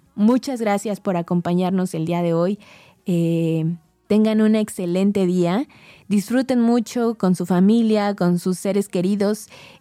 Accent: Mexico; como los mexicanos que somos

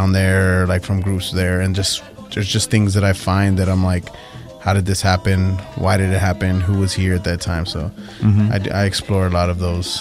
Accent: Alice, Texas, United States; born there; moved away as an adult; also born or lived in Minneapolis; now in San Antonio, United States; I was born in Alice, Texas, and then moved to Minneapolis when I was 21

